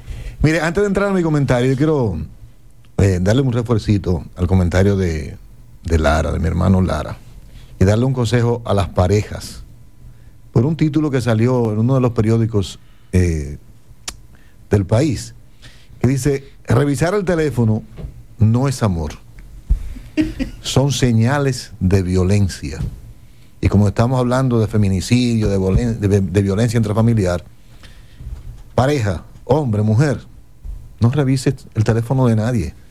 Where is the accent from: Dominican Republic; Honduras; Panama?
Dominican Republic; Hatillo Palma, Monte Cristi; now in Santo Domingo, Dominican Republic; mi época de Atillo Palma, donde yo nací y me crié.